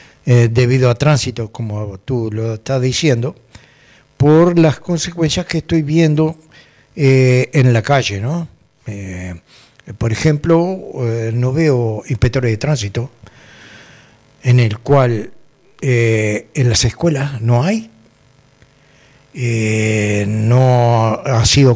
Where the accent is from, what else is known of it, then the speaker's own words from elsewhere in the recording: Montevideo, Uruguay; moved away; soy de Montevideo, hace 42 años que vivo acá